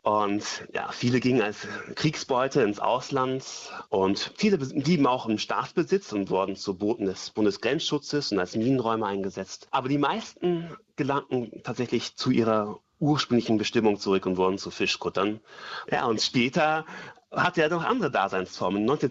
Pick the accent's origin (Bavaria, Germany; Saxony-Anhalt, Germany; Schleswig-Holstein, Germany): Schleswig-Holstein, Germany; Eckernförde; der letzte KFK meiner Heimatstadt, Eckernförde, wo es in den letzten 80 Jahren 18 KFKs gegeben hat, gerade verschwindet.